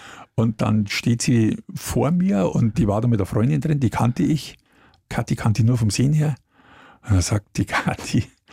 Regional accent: Munich, Bavaria, Germany; die laden mich als Münchner

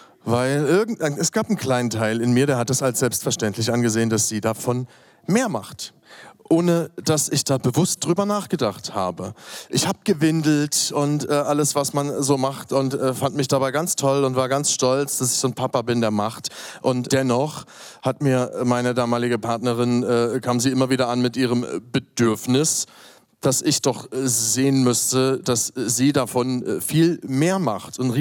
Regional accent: Dresden, Saxony, Germany; born there; moved away; also born or lived in Berlin; ich komme aus Dresden gebürtig und wir haben in Berlin gelebt

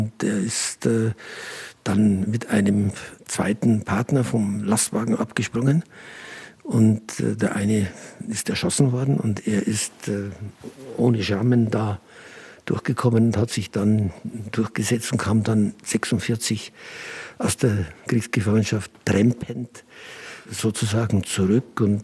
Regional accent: Oberaudorf, Bavaria, Germany; mein Geburtsort Oberaudorf am Inn, genannt die Perle des Inntals im Landkreis Rosenheim. Dort bin ich eben auf die Welt gekommen. Dort habe ich meine Kindheit verbracht.

